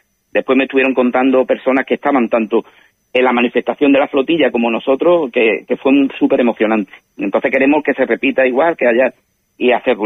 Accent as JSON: {"language": "Spanish", "region": "Ceuta", "country": "Spain", "said": "lo que somos los españoles ceutíes"}